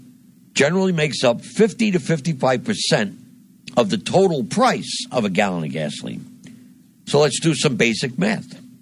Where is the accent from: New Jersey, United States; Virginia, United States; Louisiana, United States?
New Jersey, United States; born there; here in my home state of New Jersey